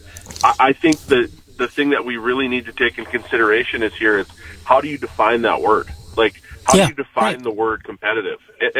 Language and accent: English; North Dakota, United States; that's a product of me growing up in North Dakota